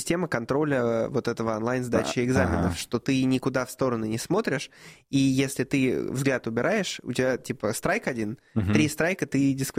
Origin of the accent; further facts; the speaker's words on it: Moscow, Russia; я вот как коренной москвич скажу тебе